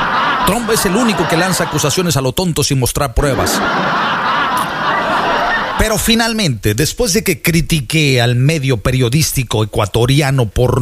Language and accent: Spanish; Mexico; soy mexicano